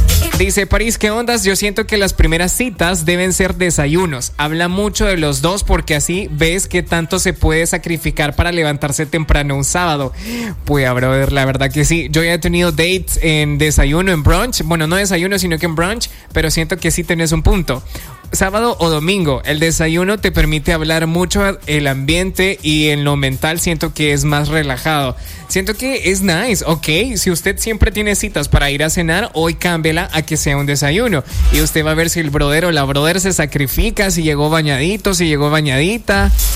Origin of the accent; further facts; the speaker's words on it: Lourdes, La Libertad, El Salvador; yo soy de Lourdes, de aquel pueblito mágico, y que me tengo que teletransportar todos los días para poder venir a la oficina, para poder venir aquí al set.